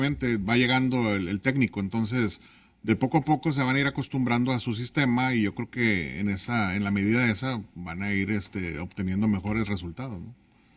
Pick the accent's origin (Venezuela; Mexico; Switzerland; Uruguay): Mexico; Monterrey, Nuevo León; nosotros aquí como buenos regios